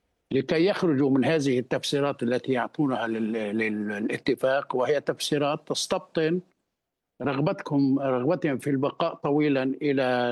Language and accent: Arabic; Lebanon; now in Beirut, Lebanon; على اللبنانيين أن ننتظره،